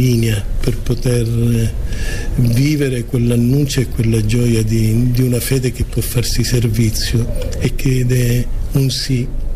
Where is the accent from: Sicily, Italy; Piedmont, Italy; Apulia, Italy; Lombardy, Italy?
Sicily, Italy; Messina; moved away as an adult; now in Agrigento, Italy; e quindi ho fatto tutto a Messina, mia città d'origine appunto